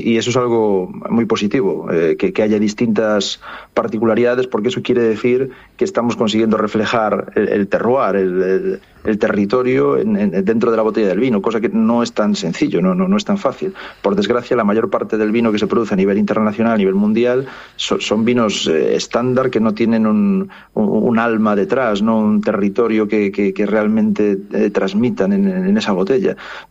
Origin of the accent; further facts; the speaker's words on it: Galicia, Spain; como buen gallego, yo se lo digo a mis alumnos